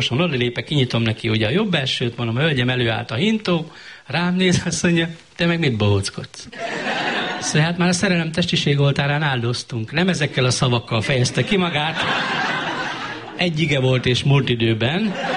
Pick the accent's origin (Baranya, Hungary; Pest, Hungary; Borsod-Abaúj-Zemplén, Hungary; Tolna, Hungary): Borsod-Abaúj-Zemplén, Hungary; Miskolc; én meg miskolci vagyok